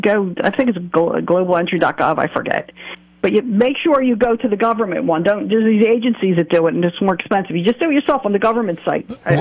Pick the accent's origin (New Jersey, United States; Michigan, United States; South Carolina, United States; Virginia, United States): New Jersey, United States; accent: New Jersey; Yeah, I'm from Jersey, yeah. Mm-hmm. With this accent.